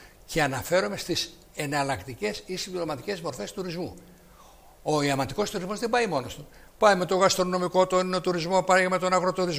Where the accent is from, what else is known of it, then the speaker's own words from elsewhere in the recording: Greece; σαν Έλληνας